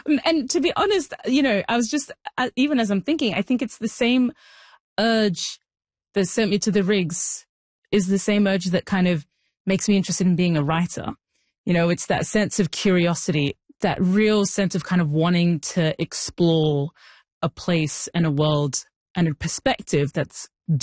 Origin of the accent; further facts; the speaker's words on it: Australia; also born or lived in Sudan; I was born in Sudan. I was raised in Australia. I started wearing the hijab, the headscarf, when I was like 10 years old.